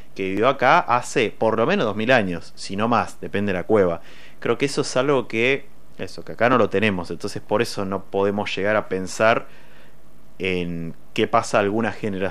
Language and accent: Spanish; Argentina; Todos somos Argentina